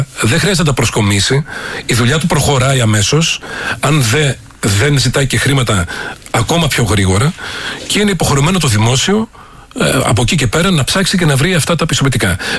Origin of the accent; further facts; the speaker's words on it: Trikala, Thessaly, Greece; είτε είσαι από τα μέρη μου, από τη Θεσσαλία και τα Τρίκαλα που μιλάς ίσως λίγο πιο βαριά